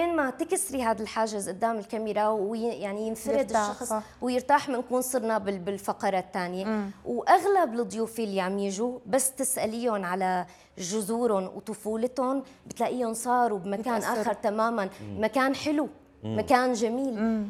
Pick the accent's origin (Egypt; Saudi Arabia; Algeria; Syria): Syria; إلنا كسوريين